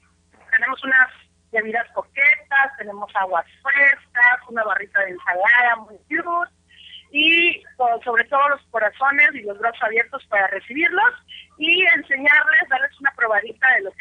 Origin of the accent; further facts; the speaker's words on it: Tuxtla Gutiérrez, Chiapas, Mexico; Como bien lo dice nuestra amiga Vicky, vengo de Tuxtla Gutiérrez